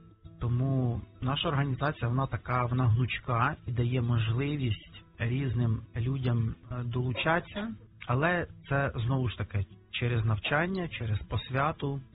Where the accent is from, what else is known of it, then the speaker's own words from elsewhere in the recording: Bila Tserkva, Kyiv Oblast, Ukraine; Я з Білої церкви.